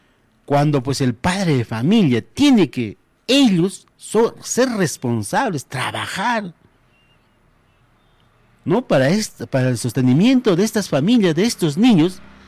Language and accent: Spanish; Peru; como peruanos, deberíamos de evitar la explotación de estos niños